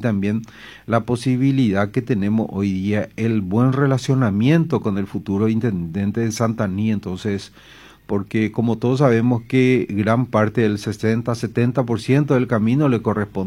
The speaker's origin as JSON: {"language": "Spanish", "town": "Unión", "region": "San Luis", "country": "Argentina", "tie": "born or raised there", "said": "voy a hacer que el pueblo, mi pueblo de Unión, con toda su gente, pueda tener una vida digna"}